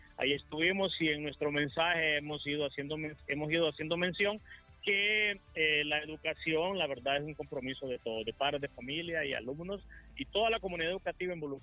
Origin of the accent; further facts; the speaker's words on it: Honduras; como buen hondureño y como buen ciudadano